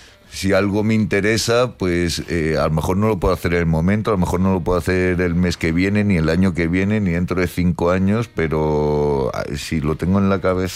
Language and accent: Spanish; Madrid, Community of Madrid, Spain; Porque yo soy madrileño, vivo aquí en Madrid